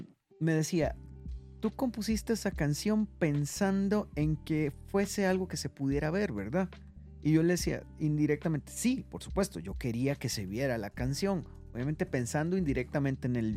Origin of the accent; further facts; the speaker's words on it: Costa Rica; also born or lived in Nicaragua; now in Mexico; porque yo me crié en Costa Rica, nací en Nicaragua, me crié en Costa Rica. Tengo como esas dos partes, ¿verdad?